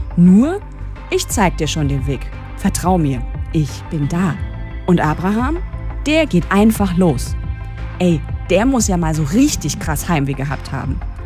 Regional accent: Rhineland-Palatinate, Germany; moved away as an adult; now in Erzgebirge, Germany; ich bin gerade in Sachsen, genauer im Erzgebirge. Eigentlich komme ich ja aus der Pfalz, die mit der Weinstraße, den Weinbergen und der BASF ums Eck.

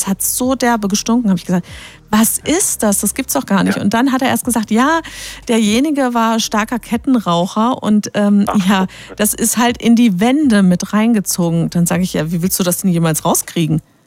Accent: Speyer, Rhineland-Palatinate, Germany; Ich komme ja aus Speyer und ich habe da auch so eine Geschichte zu erzählen, das war echt der Knaller.

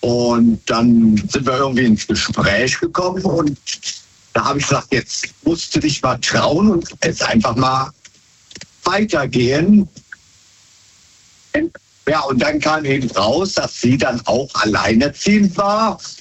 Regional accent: Wesseling, North Rhine-Westphalia, Germany; Aus Wesseling.

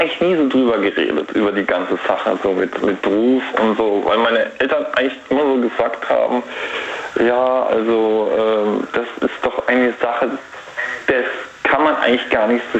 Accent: Baden-Württemberg, Germany; Ich komme aus dem Heidelberger Raum.

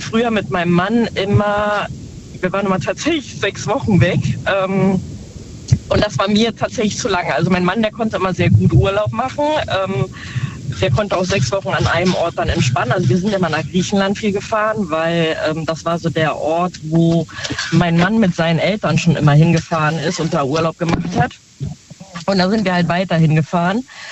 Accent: Neunkirchen, North Rhine-Westphalia, Germany; Ich komme aus dem Rhein-Sieg-Kreis.

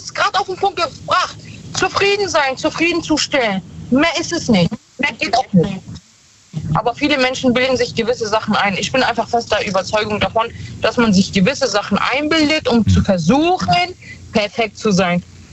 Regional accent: Rhineland-Palatinate, Germany; Ich bin aus dem Rheinland-Pfalz.

